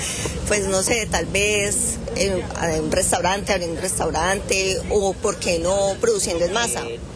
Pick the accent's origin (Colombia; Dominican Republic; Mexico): Colombia; Armenia, Quindío; now in Australia; Ella es de Bogotá, yo soy de Armenia, Quindío